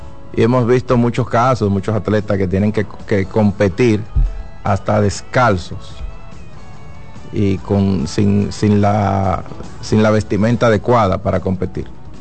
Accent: Dominican Republic; nosotros como dominicanos

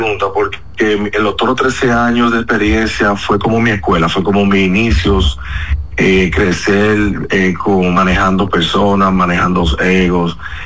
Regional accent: Dominican Republic; como decimos, como un dominicano

